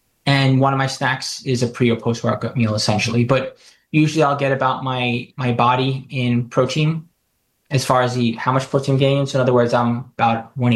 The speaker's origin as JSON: {"language": "English", "region": "New York", "country": "United States", "said": "it's the difference between thinking as a New Yorker that socioeconomically I need to sleep 5 hours a day"}